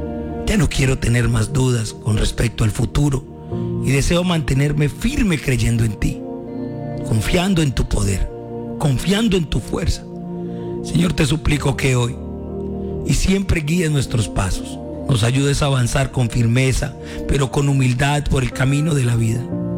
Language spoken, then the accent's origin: Spanish; Cali, Valle del Cauca, Colombia; esa es la estatua de la solidaridad, lo que nos representa como caleños.